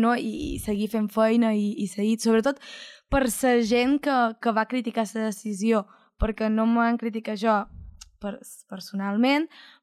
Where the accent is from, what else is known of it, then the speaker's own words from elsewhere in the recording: Ciutadella, Balearic Islands, Spain; accent: Menorcan; first language Catalan; si en Ciutadella som molt de Ciutadella, ja ho sabeu, som molt pesats, som molt xovinistes